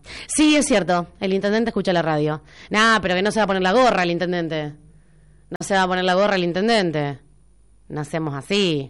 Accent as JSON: {"language": "Spanish", "town": "Luján", "region": "Buenos Aires Province", "country": "Argentina", "tie": "born or raised there", "said": "como lujanense, como nacida y criada en esta ciudad"}